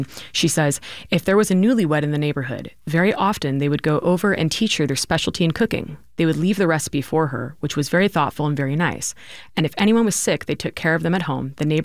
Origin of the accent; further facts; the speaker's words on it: Cave Creek, Arizona, United States; Cave Creek, if you haven't been, small town, probably 10, 15 years ago when I would go into Phoenix and say, I'm from Cave Creek, you know, I'm 30 minutes away, people wouldn't even know where it was. So a little different now, but, you know, it's beautiful when you're up there.